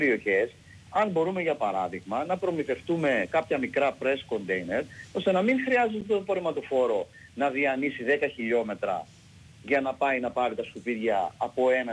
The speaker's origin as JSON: {"language": "Greek", "town": "Kefalos", "region": "South Aegean", "country": "Greece"}